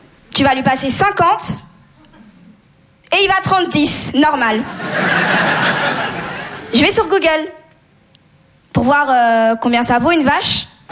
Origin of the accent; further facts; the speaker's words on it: Comoros; Je suis comorienne, maorèse malgache. C'est des îles dans l'océan Indien. Ce qui explique mon teint aussi.